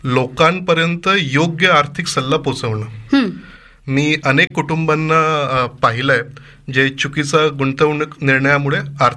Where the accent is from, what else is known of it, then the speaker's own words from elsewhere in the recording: Jalgaon, Maharashtra, India; माझं बालपण म्हणजे born and brought up in Jalgaon only.